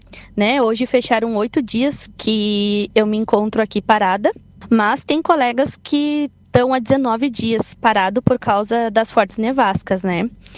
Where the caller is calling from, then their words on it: Vacaria, Rio Grande do Sul, Brazil; motorista da Transportes Marvel. Eu sou de Vacaria, Rio Grande do Sul. Moro no bairro Imperial. Nesse momento, eu me encontro aqui em Las Catitas, na província de Mendoza, na Argentina